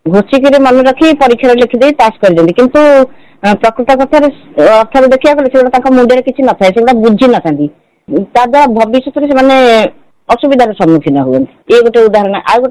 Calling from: Jagatsinghpur, Odisha, India; ମୁଁ ଜଗତସିଂହପୁରରୁ

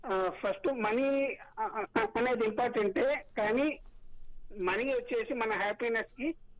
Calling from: Guntur, Andhra Pradesh, India; మాట్లాడుతున్నాను సార్.

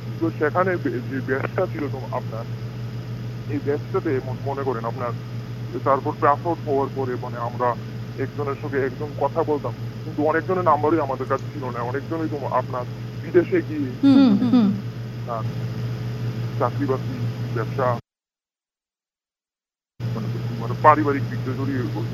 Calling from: Agartala, Tripura, India; আমি আগরতলা থেকে

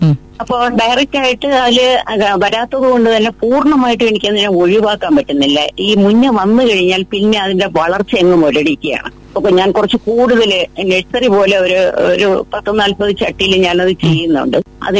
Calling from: Ulloor, Kerala, India; ഉള്ളൂരിൽ നിന്നാണ് സംസാരിക്കുന്നത്.

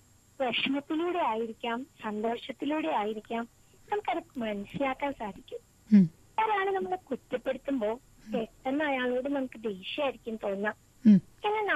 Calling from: Ernakulam, Kerala, India; ഞാൻ എറണാകുളത്തിൽ നിന്നാണ് വിളിക്കുക.

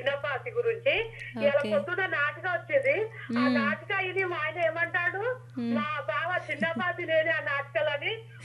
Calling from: Kothagudem, Telangana, India; నేను కొత్తగూడెం బూడిగడ్డ నుంచి మాట్లాడుతున్నాను.

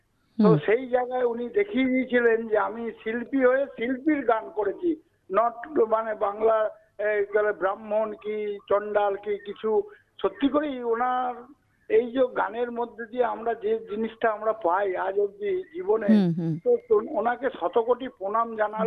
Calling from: Budbud, West Bengal, India; আমি পূর্ব বর্ধমান জেলার বুধবুদ থেকে

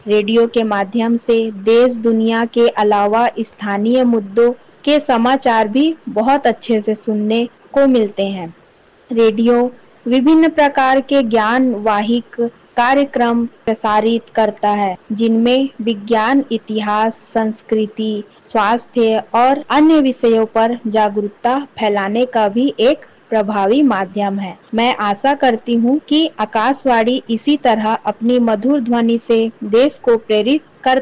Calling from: Raigarh, Chhattisgarh, India; मैं रायगढ़ छत्तीसगढ़ की निवासी हूँ।

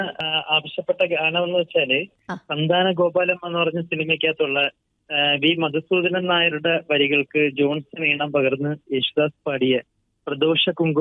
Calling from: Kilikolloor, Kerala, India; ഞാൻ കൊല്ലം ജില്ലയിലെ കിളികല്ലൂർ നിന്നാണ് വിളിക്കുന്നത്.

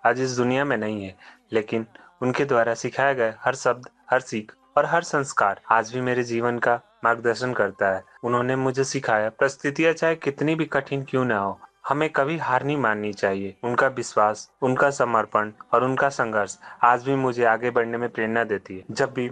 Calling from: Rohtas district, Bihar, India; बिहार का रोहतास जिले का निवासी हूँ।

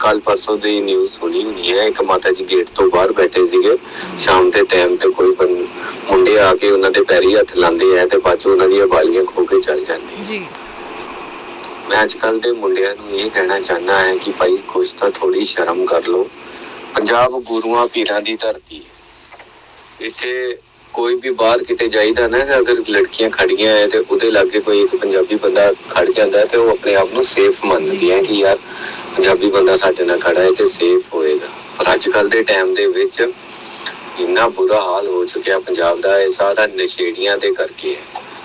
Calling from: Oman; From Oman ਤੋਂ।

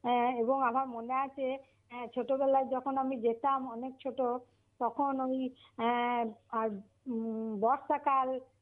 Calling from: Bolpur, West Bengal, India; আমি বোলপুর বীরভূম থেকে

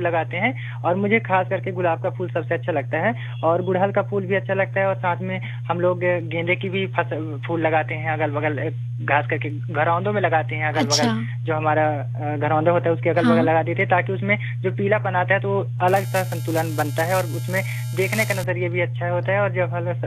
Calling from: Madhya Pradesh, India; और मैं जिस इलाके से बिलोंग करता हूँ ये आदिवासी बहुल क्षेत्र है, यहाँ पे पेड़ पौधों की संख्या बहुत ज्यादा तादाद में होती है

